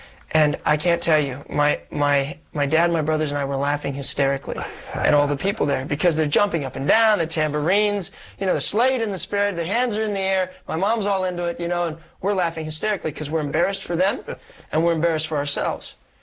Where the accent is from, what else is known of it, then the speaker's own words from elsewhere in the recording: Columbus, Ohio, United States; Born and raised in Columbus, Ohio.